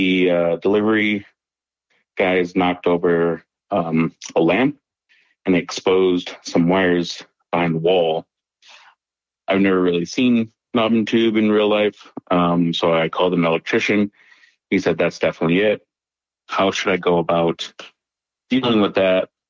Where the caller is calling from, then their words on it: Milwaukee, Wisconsin, United States; I'm calling from Milwaukee, Wisconsin.